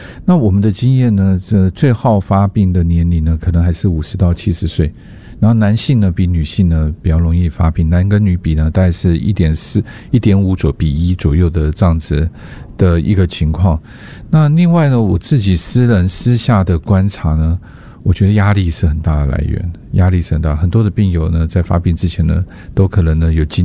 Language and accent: Chinese; Taiwan; 以我们台湾人的精神跟我们台湾人的一个个性